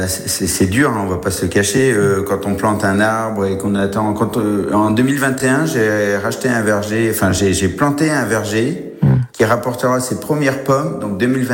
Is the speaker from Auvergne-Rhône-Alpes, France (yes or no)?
no; Normandy, France; On a tendance en tant que Normand à rester recroquevillé sur soi en disant on est forcément le meilleur cidre